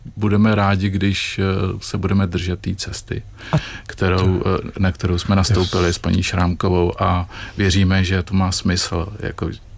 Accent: Sudetenland, Czechia; já jsem ze Sudet a pořád do těch Sudet patřím, já to tak vnímám.

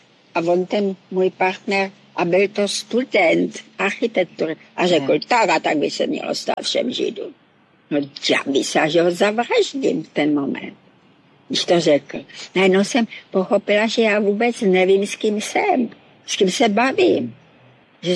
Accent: Moravia, Czechia

